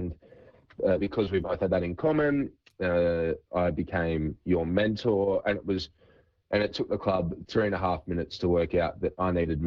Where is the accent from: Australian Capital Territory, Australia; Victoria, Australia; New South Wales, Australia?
New South Wales, Australia; Brocklesby; also born or lived in Sydney; So we went from there to a little rural town called Brocklesby.